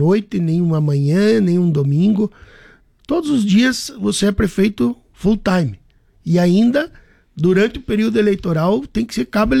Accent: Chapecó, Santa Catarina, Brazil; sou nascido aqui em Chapecó, então com muito mais orgulho de ser prefeito da minha cidade.

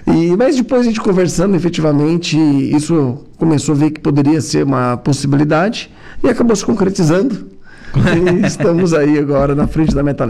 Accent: Florianópolis, Santa Catarina, Brazil; Isso me chocou bastante, porque eu venho de uma cidade, eu venho de Florianópolis, é uma cidade que tem como foco principal o turismo, então ela tem uma visão diferente.

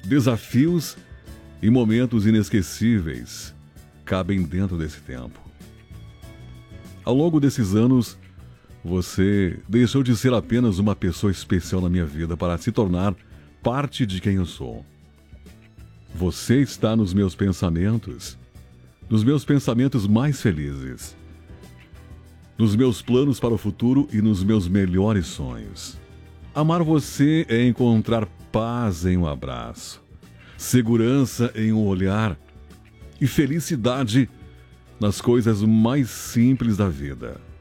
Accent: Iraí, Rio Grande do Sul, Brazil; Iraí, que é o pulmão verde do Rio Grande do Sul. Cidade onde eu nasci, passei a minha infância, uma boa parte da adolescência.

